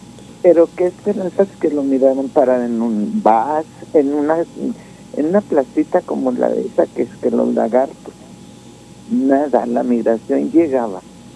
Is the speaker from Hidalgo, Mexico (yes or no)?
no; Ciudad Juárez, Chihuahua, Mexico; born there; Yo nací en Juárez. Ya voy casi a cumplir los 80